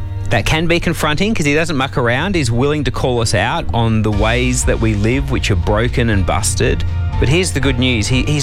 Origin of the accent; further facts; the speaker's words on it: Perth, Western Australia, Australia; I grew up in Subiaco, and one of the things about Subi is that because it's an old suburb, it has those old laneways behind the houses.